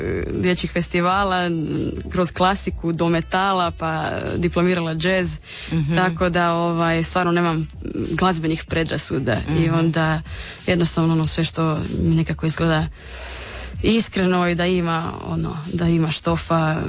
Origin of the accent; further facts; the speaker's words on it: Rijeka, Primorje-Gorski Kotar County, Croatia; Mi smo Fiumani, mama je Istrijanka